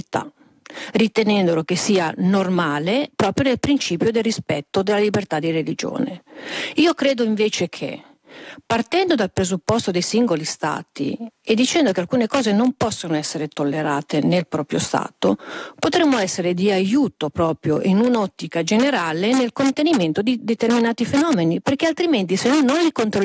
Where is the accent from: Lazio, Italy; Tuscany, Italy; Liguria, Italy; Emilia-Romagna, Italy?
Liguria, Italy; La Spezia; sono di La Spezia.